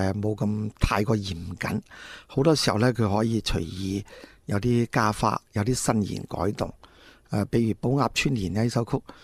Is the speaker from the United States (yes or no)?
no; Guangdong, China; 咁我哋广东话嘅啦，谐音比较多啲，其他啲音啊，佢会可能会有啲咁多拖音落去